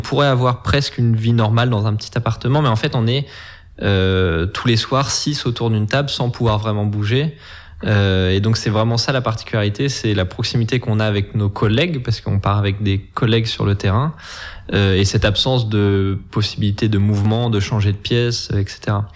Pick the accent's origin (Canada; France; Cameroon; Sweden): France; Moi, par exemple, je suis français à la base.